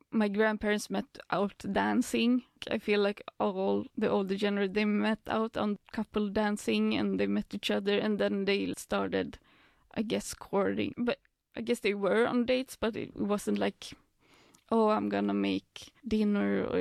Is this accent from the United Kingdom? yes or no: no; Sweden; when you're Swedish